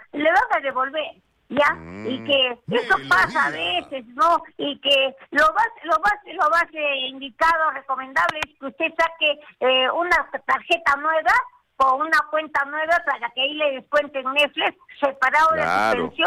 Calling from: Peru; porque yo soy peruana

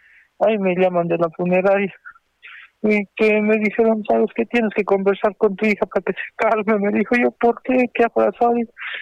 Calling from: Cusco, Peru; como nosotros somos de Cusco

